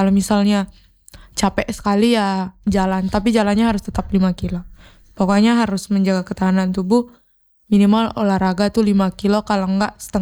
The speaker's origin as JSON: {"language": "Indonesian", "region": "East Nusa Tenggara", "country": "Indonesia", "said": "Itu kami dari NTT, saya membawa adik-adik itu kurang lebih ada 5 orang."}